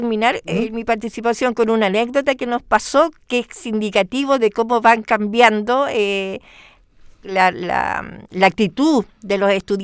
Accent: Valparaíso, Chile; Yo soy porteña, así que he crecido escuchando tango.

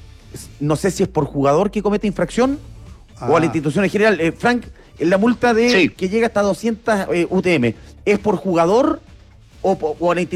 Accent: Valdivia, Los Ríos, Chile; Yo soy valdiviano y me la sé.

